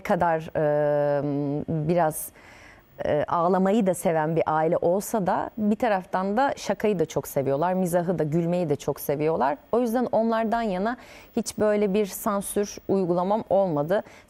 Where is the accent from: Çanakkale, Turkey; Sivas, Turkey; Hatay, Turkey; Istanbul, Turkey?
Sivas, Turkey; İmranlı; Yani çünkü biz Sivas'ta bir sürü ağız var. Biz İmranlılıyız. Bizim oradaki ağız bu ve benim anneannem, işte dedem, teyzelerim bu şekilde konuşuyorlardı.